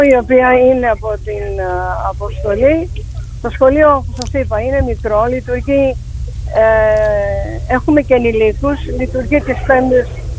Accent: Istanbul, Turkey; moved away; είμαι από την Κωνσταντινούπολη. Όλοι οι Κωνσταντινούπολίτες, όλοι οι χριστιανοί, όλοι οι Ορθόδοξοι, αλλά περισσότερο οι γυναίκες από την πόλη, έχουμε έναν ιδιαίτερο δεσμό με την Παναγία.

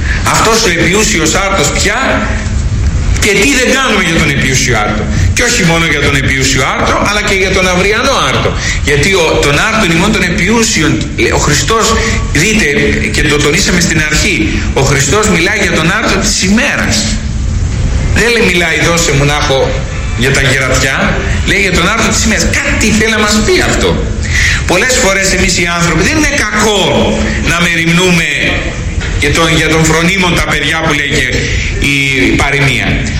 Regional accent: Greece; μετράμε πια σαν Έλληνες

